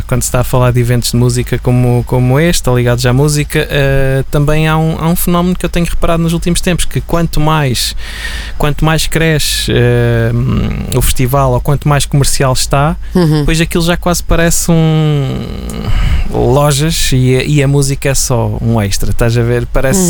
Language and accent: Portuguese; Portugal; Para além de ser português